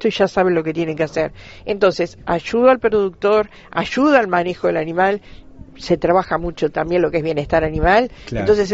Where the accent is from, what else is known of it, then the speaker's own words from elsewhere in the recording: Uruguay; el trabajo que nosotros realizamos, digo nosotros como los uruguayos